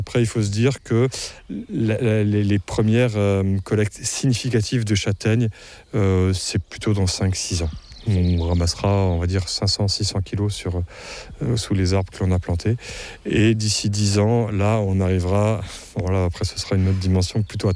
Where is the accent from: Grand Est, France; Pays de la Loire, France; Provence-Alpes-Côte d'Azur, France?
Pays de la Loire, France; chez nous, en Vendée, dans les Mauges